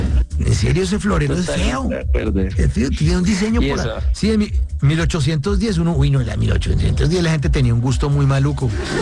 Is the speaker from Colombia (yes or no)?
yes; Colombia; y además lo tenemos como expresión colombiana.